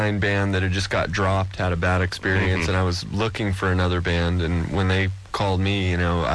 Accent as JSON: {"language": "English", "town": "Bakersfield", "region": "California", "country": "United States", "said": "We're all from Bakersfield, California, which is a fairly small town"}